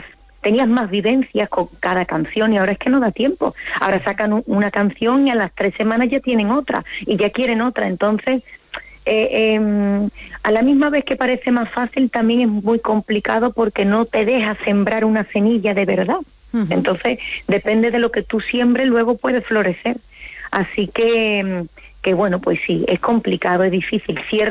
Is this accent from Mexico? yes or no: no; Spain; lo mucho que me queréis, tanto fuera de España como en mi tierra, ¿no?